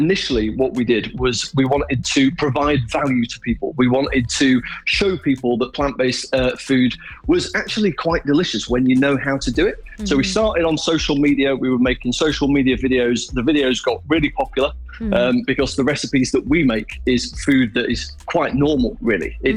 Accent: Sheffield, Yorkshire and the Humber, United Kingdom; I am from Sheffield.

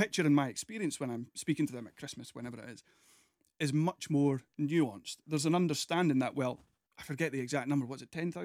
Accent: Forfar, Scotland, United Kingdom; I'm from Forfar. I moved back to Forfar fairly recently, a couple of years ago.

